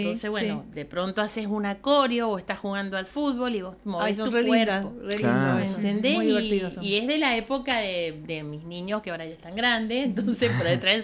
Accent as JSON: {"language": "Spanish", "town": "Coquimbito", "region": "Mendoza", "country": "Argentina", "said": "Porque nosotros somos de Coquimbito."}